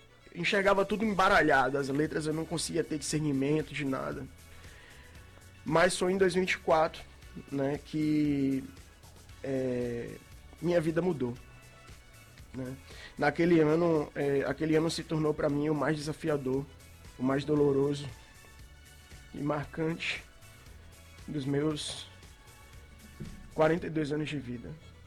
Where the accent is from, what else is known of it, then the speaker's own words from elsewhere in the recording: Cruz das Almas, Bahia, Brazil; moved away as an adult; now in Salvador, Brazil; quando eu cheguei em Salvador, eu sou de Cruz das Almas, você já disse aí, e eu cheguei aqui em Salvador no ano de 2004 para estudar.